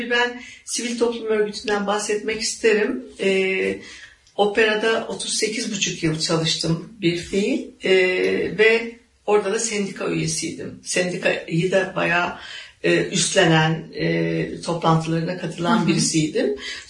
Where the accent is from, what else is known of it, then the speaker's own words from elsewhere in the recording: Gaziantep, Turkey; born there; Bir şeyde ben Gaziantep doğumluyum ve devlet okullarında okudum.